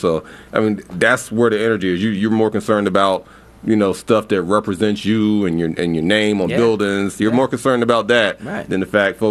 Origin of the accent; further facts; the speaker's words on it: the South, United States; now in Philadelphia, United States; I'm also a Southerner.